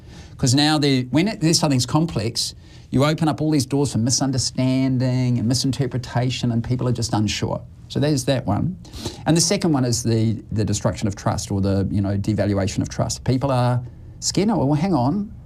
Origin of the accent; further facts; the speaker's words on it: New Zealand; now in Australia; How can we sit here in Australia and, you know, I'm a New Zealander, as you know, and say our countries are built on migrants?